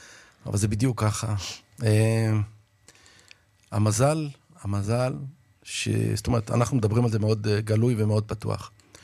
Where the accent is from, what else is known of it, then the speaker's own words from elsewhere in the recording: Yoshivia, Southern District, Israel; אני בן למשפחה חקלאית, אנחנו במקור ממושב יושיביה.